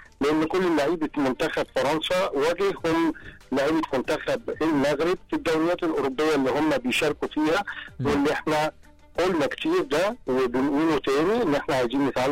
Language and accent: Arabic; Egypt; احنا مصريين